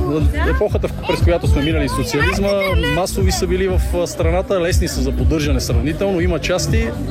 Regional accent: Dupnitsa, Kyustendil Province, Bulgaria; Ами на 41 години съм, от Дупница

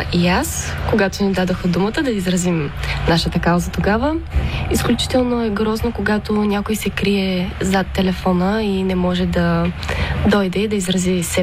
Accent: Stara Zagora Province, Bulgaria; born there; Може би бих избрала Стара Загора, защото ще бъда най-близко до моите приятели, до моето семейство и до родния ми край, разбира се.

